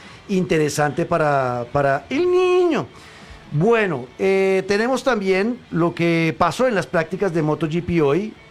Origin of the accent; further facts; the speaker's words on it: Colombia; yo soy el típico colombiano